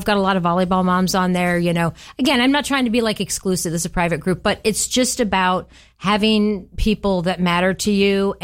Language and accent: English; Florida, United States; I was new to the area, and I came from Florida, which I love Florida, but Florida is kind of a transient state